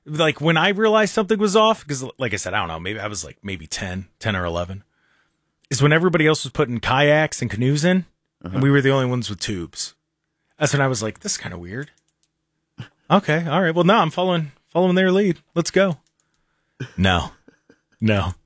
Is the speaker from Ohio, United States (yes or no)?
yes; Seville, Ohio, United States; born there; also born or lived in Garfield Heights, Ohio; when we moved out to Seville, that's where Cy Hewitt Park, that's a really nice park out in Seville, T-ball and everything. That's where I played there.